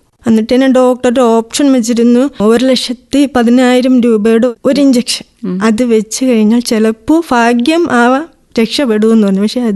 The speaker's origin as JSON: {"language": "Malayalam", "town": "Attingal", "region": "Kerala", "country": "India", "tie": "born or raised there", "moved": "as an adult", "lives_now": "Perumkadavila, India", "said": "സ്വദേശം ആറ്റിങ്ങൽ. വിവാഹം ചെയ്തുകൊണ്ട് വന്നത് പെരുക്കട."}